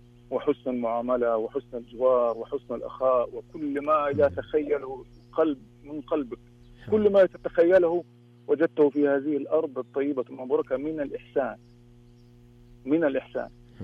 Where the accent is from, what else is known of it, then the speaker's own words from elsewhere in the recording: Egypt; انا مصري.